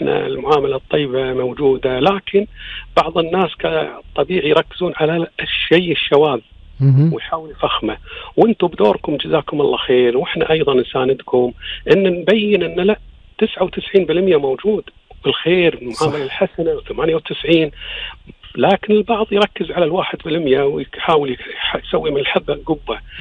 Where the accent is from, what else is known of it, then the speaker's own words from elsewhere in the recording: Kuwait; لكن احنا الحمد لله في مجتمعنا بالكويت خاصة والخليج